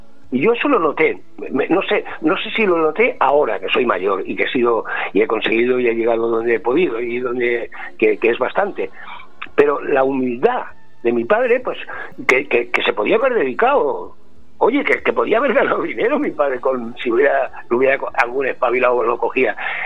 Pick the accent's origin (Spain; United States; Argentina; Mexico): Spain; Catalonia; Y se casaron y nací yo. Y entonces yo soy el primer hijo catalán. Somos cuatro hermanos sevillanos y tres catalanes.